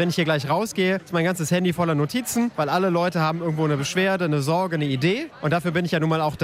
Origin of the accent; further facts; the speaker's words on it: Mönchengladbach, North Rhine-Westphalia, Germany; weil es für mich eine große Ehre ist, in meiner Heimatstadt Politik machen zu dürfen